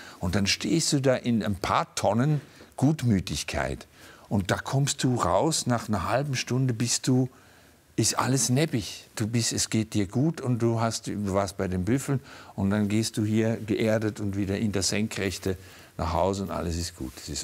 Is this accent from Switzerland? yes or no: yes; Switzerland; weil als Schweizer hast du das so in den Genen.